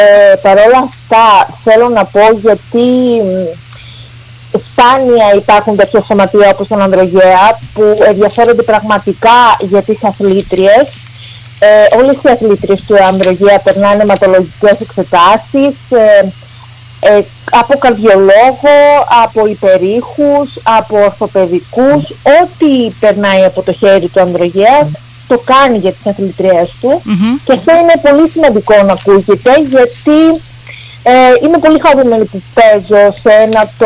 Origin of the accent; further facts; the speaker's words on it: Heraklion, Crete, Greece; εγώ ουσιαστικά είμαι γεννημένη και μεγαλωμένη στο Ηράκλειο της Κρήτης